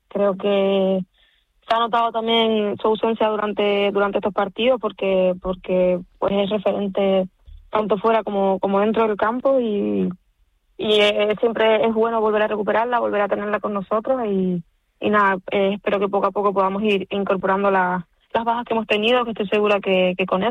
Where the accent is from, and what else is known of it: Canary Islands, Spain